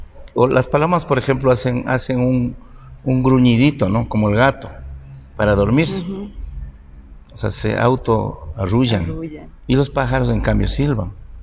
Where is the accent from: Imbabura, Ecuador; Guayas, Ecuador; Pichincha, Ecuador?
Imbabura, Ecuador; Pimampiro; Porque como nosotros, somos de Pimampiro, en ese tiempo una parroquia, pero nosotros teníamos actividades en el campo, ¿no?